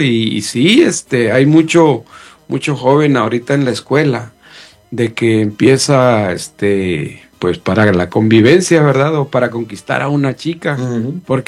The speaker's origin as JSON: {"language": "Spanish", "country": "Mexico", "tie": "born there", "also_born_or_lived": "El Salvador", "moved": "yes", "said": "sobre todo allá en México, porque yo me crié en México"}